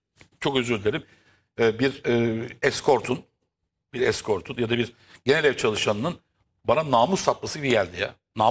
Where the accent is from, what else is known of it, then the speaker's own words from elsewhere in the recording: Istanbul, Turkey; Ben de İstanbulluyum.